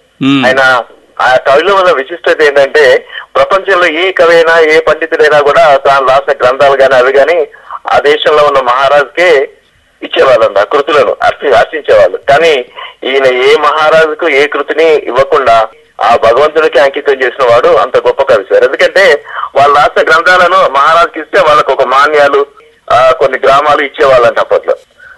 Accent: Warangal, Telangana, India; మాకు వరంగల్ కోట సార్, మా native place sir.

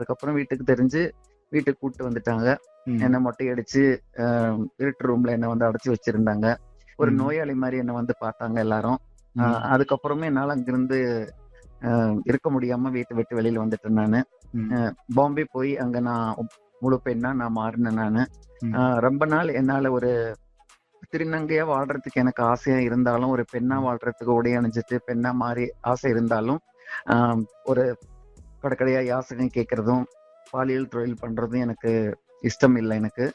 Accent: Namakkal, Tamil Nadu, India; born or raised there

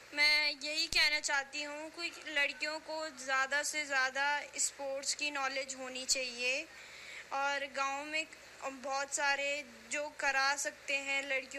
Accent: Margaon, Uttarakhand, India; मैं पौड़ी डिस्ट्रिक्ट से हूँ। मेरे गाँव का नाम मरगाँव है, जो कि खिरसू ब्लॉक में आता है। मेरे क्रिकेट की स्टार्टिंग गांव से हुई है।

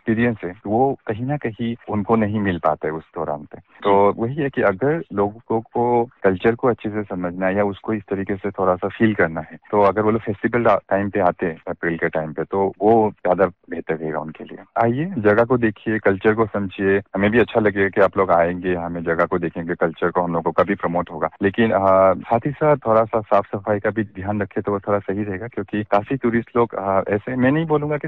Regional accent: Namsai, Arunachal Pradesh, India; और मैं नामसाई का रहने वाला हूँ।

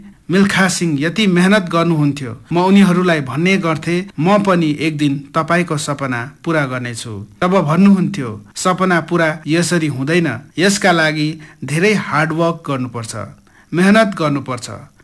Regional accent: India; हाम्रो इन्डियाको कल्चर हो

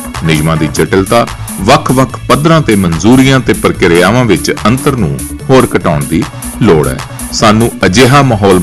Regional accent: Punjab, India; ਤੇ ਹੁਣ ਅਸੀਂ ਪੰਜਾਬ ਦੇ ਬਾਰੇ ਚ ਗੱਲ ਕਰੀਏ ਤੇ ਪੰਜਾਬ ਦੇ ਵਿੱਚ ਅਸੀਂ ਜੇ ਇੰਡਸਟਰੀ ਨੂੰ ਉਤਸ਼ਾਹਿਤ ਕਰਨਾ ਹੈਗਾ, ਦੇਖੋ ਅਸੀਂ ਬਾਰਡਰ ਸਟੇਟ ਹੈਗੇ ਹਾਂ, ਸਾਡੇ ਕੋਲ ਜ਼ਿਆਦਾ ਇੰਡਸਟਰੀ ਨਹੀਂ ਹੈਗੀ, ਐਗਰੀਕਲਚਰ ਜ਼ਿਆਦਾ ਹੈ

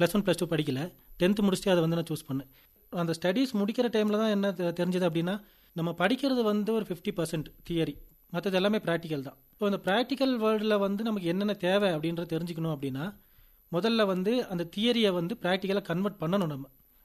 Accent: Solur, Tamil Nadu, India; born there; நான் வந்து நீலகிரி மாவட்டம் உதகமண்டலம் சோலூர் கிராமம் அங்கே தான் பிறந்தேன்.

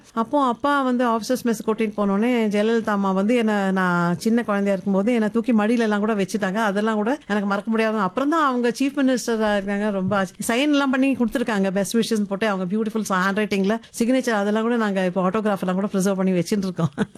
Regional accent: Agra, Uttar Pradesh, India; born there; ஆக்ரால தான் பிறந்தேன், அதனால தான் … வச்சாங்க.

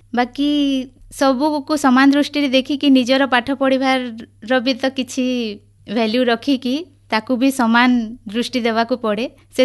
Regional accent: Burla, Odisha, India; born there; ଆଜ୍ଞା, ମୋର ଜନ୍ମ ତ ବୁର୍ଲାରେ, ବାକି ବାହାଘର ଠିକ ହେଇଛି ସୋହେଲା ବ୍ଲକରେ ଭିତରେ ଗୋଟେ ଗାଁରେ।

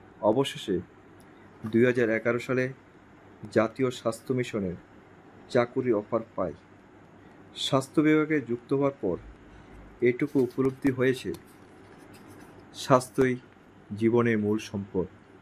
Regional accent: Krishnanagar, Tripura, India; বাবার চাকরি সুবাদে আমার জন্ম হয় এই কৃষ্ণনগর গ্রামে। আমার শৈশব কৈশোর কেটেছে এই কৃষ্ণনগর গ্রামীণ এলাকায়।

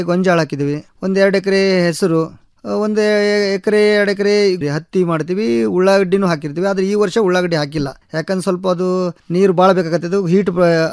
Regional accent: Karnataka, India; moved away as an adult; now in Dharwad, India; ನಾನು ಮೂಲತಃ ಅಮರುಗಳವನಾದ್ರೂ ನಾನು ಧಾರವಾಡದಲ್ಲಿ ಬಂದು ವಾಸಿಸ್ತೇನೆ.

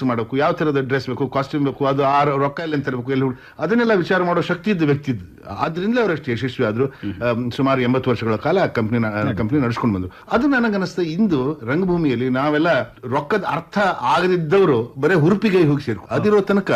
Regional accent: Sirsi, Karnataka, India; born there; ನಾನು ಸಣ್ಣವಿರ್ತ ನನ್ನ ತಂದೆಯವರು ಶಿರಸಿಯಲ್ಲಿ ಡಾಕ್ಟರ್ ಆಗಿದ್ರು

